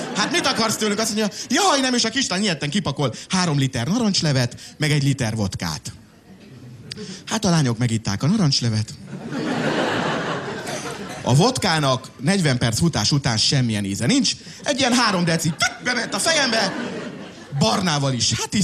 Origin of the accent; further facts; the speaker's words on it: Miskolc, Borsod-Abaúj-Zemplén, Hungary; mert miskolci vagyok